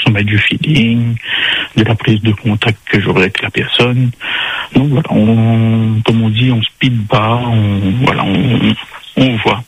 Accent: Hauts-de-France, France; Voilà, ben je suis du Nord.

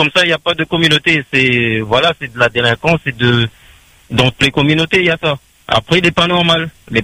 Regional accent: Réunion; Ma grandi la Réunion.

